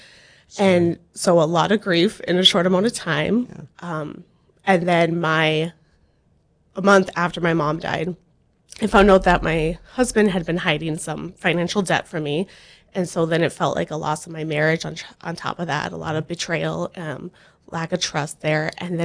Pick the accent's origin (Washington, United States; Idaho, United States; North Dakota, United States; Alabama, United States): North Dakota, United States; Buchanan; We started in, well, I'm originally from Buchanan, and then he's from Jamestown.